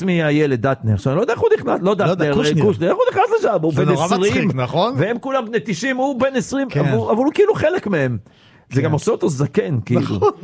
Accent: Kiryat Yam, Haifa District, Israel; אני גדלתי בקירת ים, אני מהחלון של הבית, הייתי רואה ומריח את הים, כי גדלנו בקיריית ים.

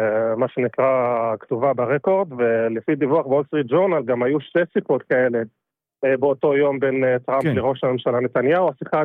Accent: Jerusalem, Jerusalem District, Israel; born there; אני נולדתי במזרח ירושלים, שם לא מקבלים אזרחות ישראלית, וקיבלתי אותה רק לפני שנתיים, קצת פחות.

